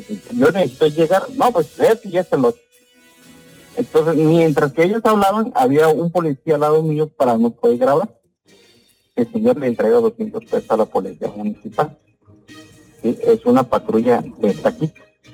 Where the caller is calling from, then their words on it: Tapachula, Chiapas, Mexico; nosotros vivimos en Tapachula. Yo por lo consiguiente vivo en Tapachula.